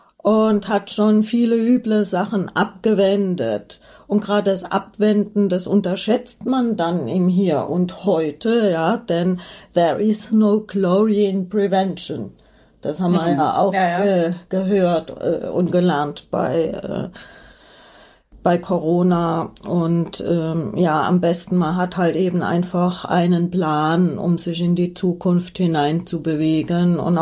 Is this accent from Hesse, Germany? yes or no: yes; Hesse, Germany; born there; ich stamme ja aus Hessen gebürtig